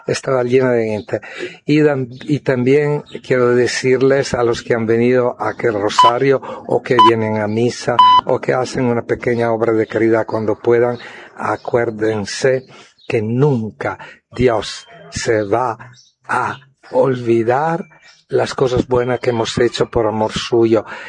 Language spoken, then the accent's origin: Spanish; Montero, Santa Cruz, Bolivia; Yo soy de Montero. Bueno, así vamos a tener la colonia montereña también en el Quior de Santa Cruz